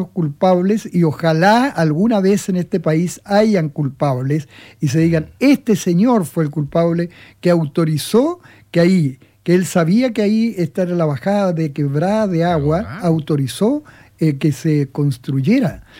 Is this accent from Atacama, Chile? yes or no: yes; Copiapó, Atacama, Chile; yo que soy de Coyapó